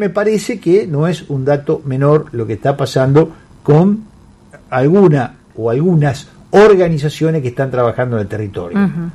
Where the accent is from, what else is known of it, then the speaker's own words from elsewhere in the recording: Santa Fe, Argentina; yo como vecino de Santa Fe hoy no tengo servicio municipal